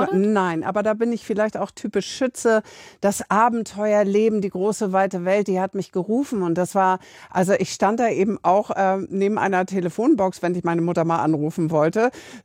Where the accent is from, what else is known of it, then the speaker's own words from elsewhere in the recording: Hamburg, Germany; Eppendorfer Landstraße 18, Ecke Hornstraße. Da bin ich groß geworden, in einem Mehrfamilienhaus.